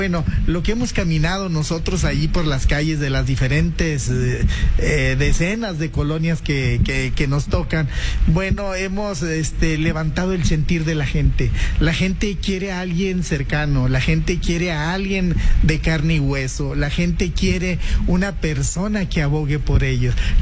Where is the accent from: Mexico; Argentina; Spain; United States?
Mexico; Saltillo, Coahuila; No, yo soy de aquí, de Saltillo.